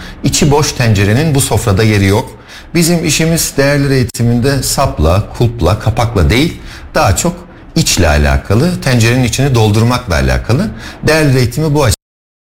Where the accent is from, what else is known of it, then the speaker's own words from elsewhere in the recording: Kayseri, Turkey; Kayseri'liyim.